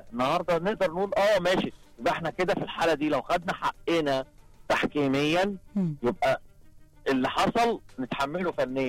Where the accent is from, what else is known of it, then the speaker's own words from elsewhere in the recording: Egypt; واحنا مصريين